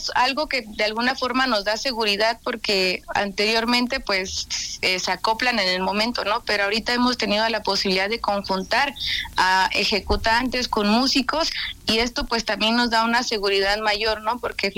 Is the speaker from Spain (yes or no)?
no; Oaxaca, Mexico; Es el Cerro del Fortín, nuestra máxima fiesta como oaxaqueños.